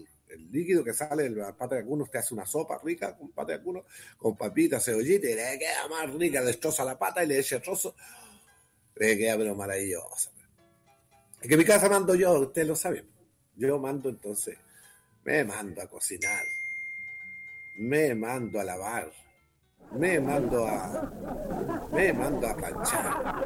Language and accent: Spanish; Maule, Chile; nosotros que somos de Maule